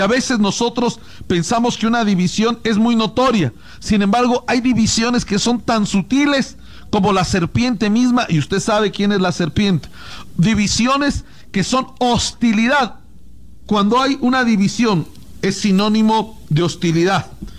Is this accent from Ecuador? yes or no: no; Mexico; yo soy del Estado de México.